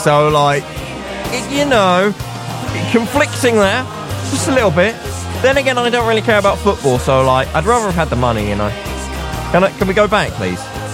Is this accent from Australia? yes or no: no; England, United Kingdom; I'm English, as you probably guessed.